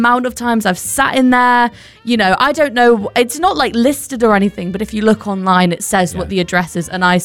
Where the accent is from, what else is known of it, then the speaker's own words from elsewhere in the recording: London, United Kingdom; When I brought my girlfriend actually to my hometown for the first time